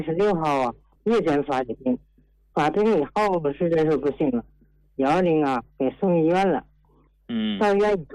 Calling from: Tianjin, China; 我家是天津临河。

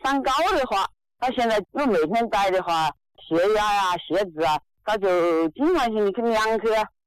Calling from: Tianmen, Hubei, China; 我是天门，住在天门东湖豪庭，在这个东湖边。

